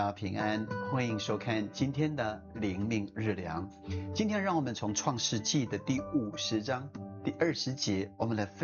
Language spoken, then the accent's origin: Chinese; China